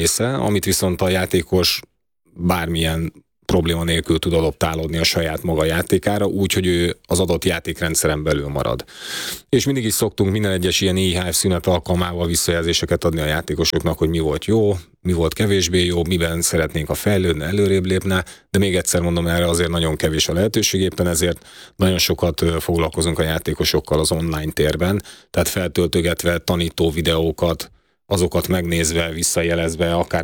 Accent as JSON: {"language": "Hungarian", "country": "Hungary"}